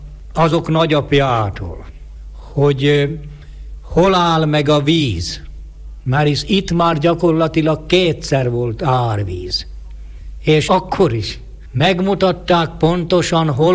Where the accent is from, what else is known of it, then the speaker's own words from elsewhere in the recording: Trnava Region, Slovakia; gyermekkoromat azon a környéken töltöttem, határunk bőssá volt határos